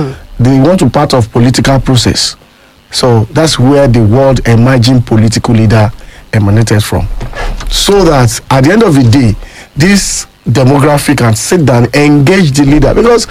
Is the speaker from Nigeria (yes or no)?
yes; Ibadan, Oyo, Nigeria; So I am from Oyo State. I'm from Ibadan.